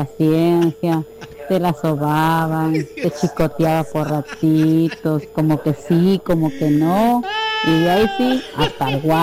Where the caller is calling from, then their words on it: Ecuador; somos los ecuatorianos